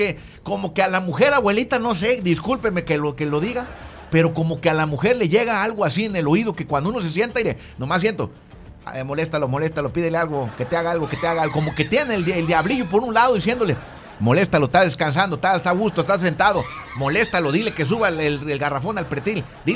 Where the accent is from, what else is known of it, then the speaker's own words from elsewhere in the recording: Fresnillo, Zacatecas, Mexico; De Fresnillo, Zacatecas, ¿por qué? ¿Qué tiene? Fresnillo, Zacatecas, orgulloso de Fresnillo, Zacatecas.